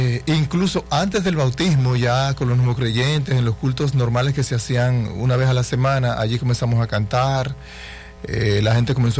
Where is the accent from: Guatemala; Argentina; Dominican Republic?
Dominican Republic; La Romana; born there; also born or lived in San Juan de la Maguana, Dominican Republic / Santo Domingo, Dominican Republic; no soy de la Romana como tal, pero aquí me crié, yo soy del sur profundo, San Juan de la Maguana, y entonces vinimos aquí bastante jovencito, aquí conocí al Señor, me desarrollé en la iglesia, etcétera.